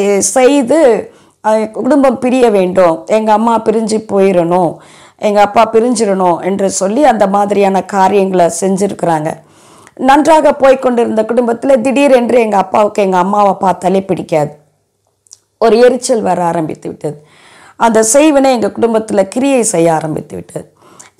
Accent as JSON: {"language": "Tamil", "region": "Tamil Nadu", "country": "India"}